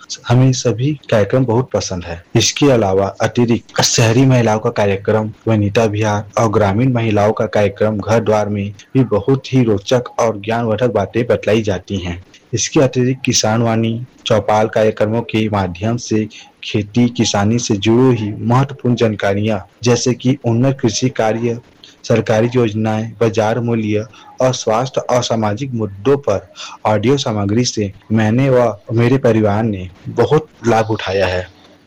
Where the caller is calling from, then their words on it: Raigarh, Chhattisgarh, India; हम रायगढ़ छत्तीसगढ़ के निवासी हैं।